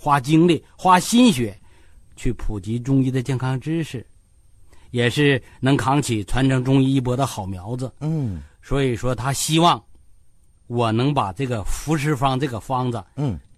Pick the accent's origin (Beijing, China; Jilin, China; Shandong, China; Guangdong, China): Jilin, China